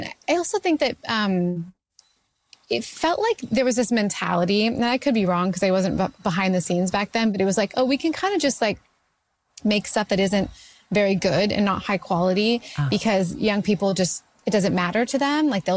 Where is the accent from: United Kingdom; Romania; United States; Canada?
Canada; I am always just always trying to set things in Canada about Canadians because I'm Canadian and like, why not?